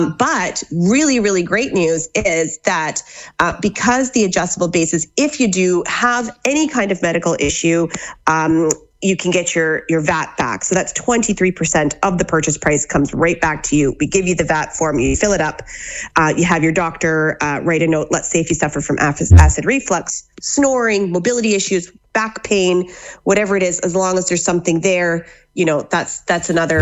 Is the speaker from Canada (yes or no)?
yes; Canada; now in Ballina, Ireland; I'm from Canada. I'm married to a Ballina man. We live here in Ballina in County Mayo.